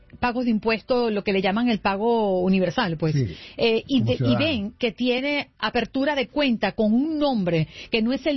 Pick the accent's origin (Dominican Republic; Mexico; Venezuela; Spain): Venezuela; Bueno, sabes que en mi país yo hacía los operativos de las elecciones, porque en Venezuela se hacían elecciones todos los años.